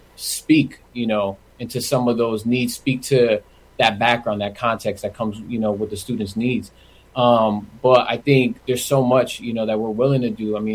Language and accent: English; Bridgeport, Connecticut, United States; We're from Bridgeport. You know, my mother lives just down, you know, the road from the campus. I grew up in a home not too far from there. And had very similar struggles as a first generation and low income Latino from Bridgeport.